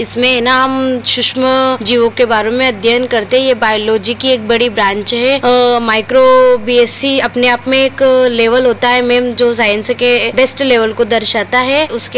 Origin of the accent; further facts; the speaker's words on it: Jhalawar district, Rajasthan, India; मैं झालावाड़ जिले के पिडावत तहसील के रायपुर के पास ग्राम दिवलखेड़ा की रहने वाली हूँ।